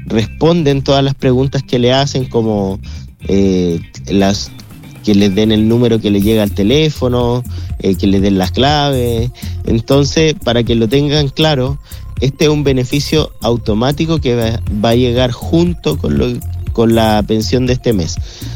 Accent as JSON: {"language": "Spanish", "country": "Chile", "said": "nosotros como chilenos"}